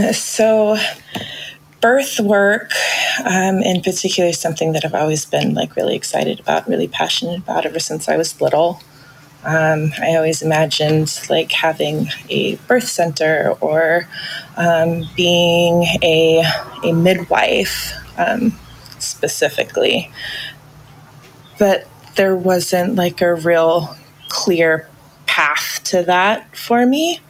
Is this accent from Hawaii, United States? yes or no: yes; Puna, Hawaii, United States; now in Kauai, United States; I grew up on the Big Island of Hawaii, the Puna area of Hawaii Island.